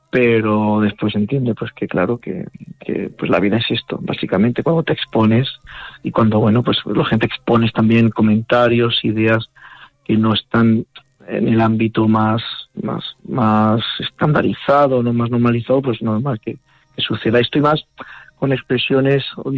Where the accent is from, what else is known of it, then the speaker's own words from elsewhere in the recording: Asturias, Spain; con esta idea de que pues este cante vino de Galicia, que soy de Asturias